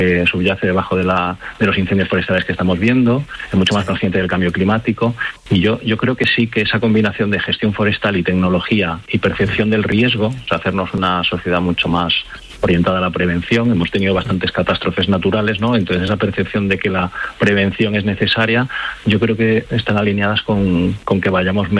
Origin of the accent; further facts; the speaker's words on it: Valencia, Valencian Community, Spain; Bueno, nosotros somos de Valencia